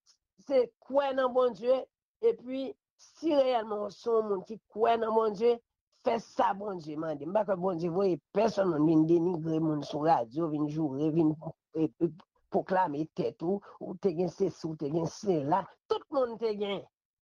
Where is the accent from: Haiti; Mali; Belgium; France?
Haiti; je voulais nous être ensemble en tant qu'Haïtien